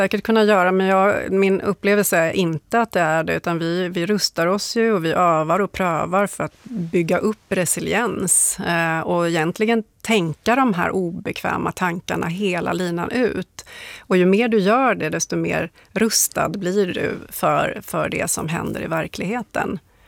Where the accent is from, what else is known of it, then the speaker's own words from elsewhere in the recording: Gotland, Sweden; Och så växte jag upp på Gotland delvis, och då var det ju, det här var på 80-talet när vi hade hot från öst